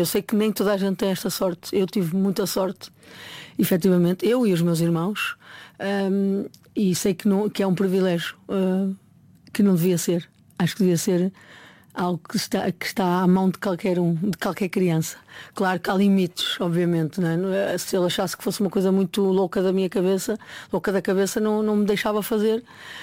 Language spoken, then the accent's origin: Portuguese; Maia, Norte, Portugal; minha bisavó era galega, a minha avó ainda nasceu muito perto ali da minha avó, a minha mãe já nasceu em Barcelos e eu nasci na Maia